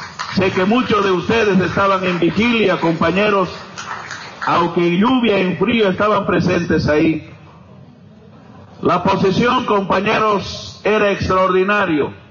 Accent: Chimoré, Cochabamba, Bolivia; yo soy de Chimoré, soy dirigente desde muy pequeño

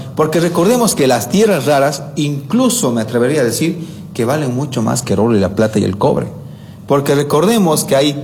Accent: Bolivia; ¿por qué nosotros como bolivianos tenemos que estar de acuerdo

